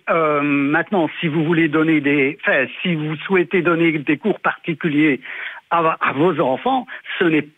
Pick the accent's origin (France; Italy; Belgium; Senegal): Belgium; Liège, Wallonia; enfin moi je suis de Liège, ce qu'il existe à Liège, c'est une école des devoirs.